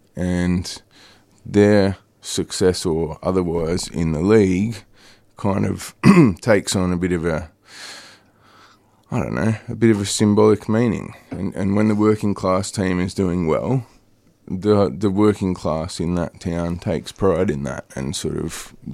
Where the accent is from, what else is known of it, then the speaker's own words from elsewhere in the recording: Newcastle, New South Wales, Australia; moved away; growing up in Newcastle